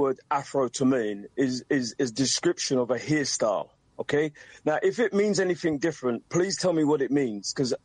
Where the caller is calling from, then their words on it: East London, London, United Kingdom; I'm calling from East London, United Kingdom.